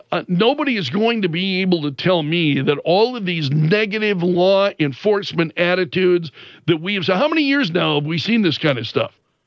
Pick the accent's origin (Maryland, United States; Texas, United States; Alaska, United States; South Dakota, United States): South Dakota, United States; Sioux Falls; I'm from Sioux Falls. I've grown up here. You know how much I love this community.